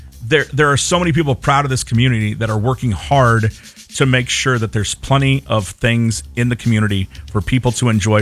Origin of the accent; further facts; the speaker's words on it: Papillion, Nebraska, United States; growing up in Papillion, okay, that's mm-hmm. where I grew up, my dad and I used to come over here all the time.